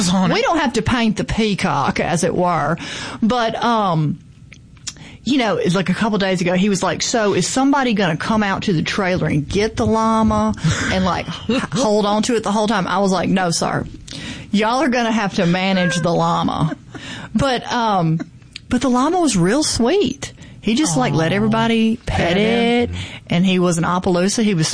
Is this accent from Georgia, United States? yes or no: no; the Delta, Mississippi, United States; growing up in the Delta